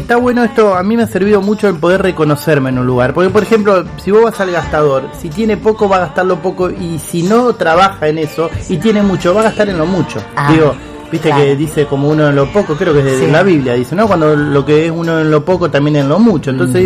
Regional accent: Argentina

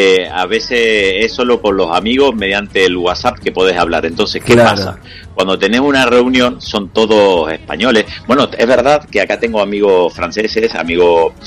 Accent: Argentina; now in Peal de Becerro, Spain; soy el único argentino donde vivo acá en Peal de Becerro, provincia de Jaén.

